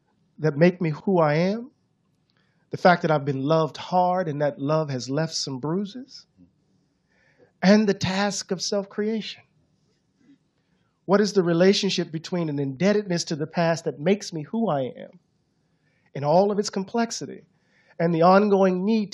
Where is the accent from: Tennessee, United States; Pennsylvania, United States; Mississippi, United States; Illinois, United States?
Mississippi, United States; I'm from Mississippi.